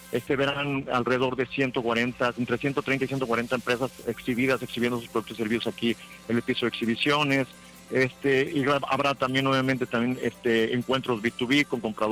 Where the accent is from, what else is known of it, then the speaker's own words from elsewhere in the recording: Mexico; de qué somos capaces los mexicanos aquí en Aguascalientes